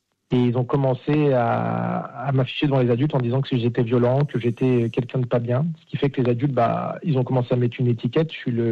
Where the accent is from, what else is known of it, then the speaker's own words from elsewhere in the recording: Nanterre, Île-de-France, France; de base, moi, j'étais de Nanterre, j'étais dans une cité. Donc, je suis arrivé à Rueil-Malmaison.